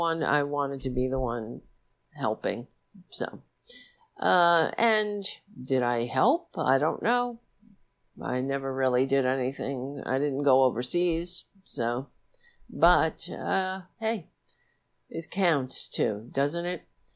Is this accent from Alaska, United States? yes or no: no; New York City, New York, United States; After the attack, I served this country in uniform after witnessing the towers fall in my hometown, and I felt like I needed to do something to help.